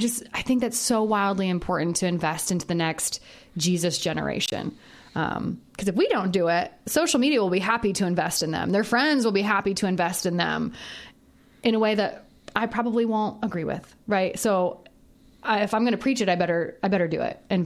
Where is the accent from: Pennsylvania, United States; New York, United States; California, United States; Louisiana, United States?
Pennsylvania, United States; We've been transplants. I'm originally from Pennsylvania.